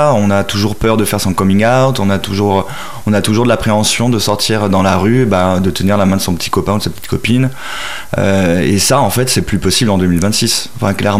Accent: Bourgoin-Jallieu, Auvergne-Rhône-Alpes, France; Et moi, alors je suis né ici à Bourgoin, et j'ai fait une partie de ma scolarité ici, donc au collège et au lycée

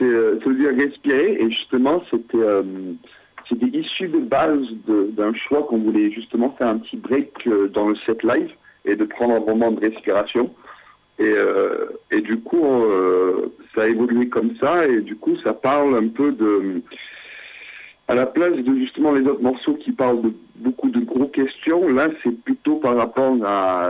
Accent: Glasgow, Scotland, United Kingdom; je suis de Glasgow

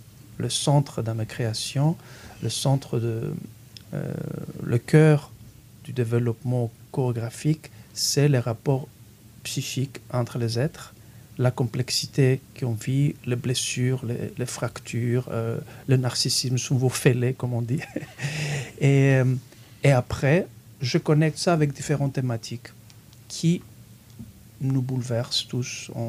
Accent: Greece; French is a second language; moved away; Quand j'ai grandi en Grèce, je n'ai pas eu cette chance, venant d'une famille ouvrière.

